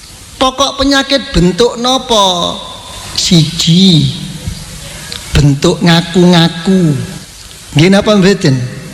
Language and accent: Javanese; Java, Indonesia; Pun faham napa mboten dereng pancen bahasa Arab sampeyan kali kula wong Jawa niku.